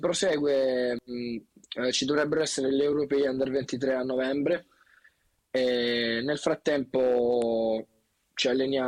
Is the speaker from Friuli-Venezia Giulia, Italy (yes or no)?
no; Taranto, Apulia, Italy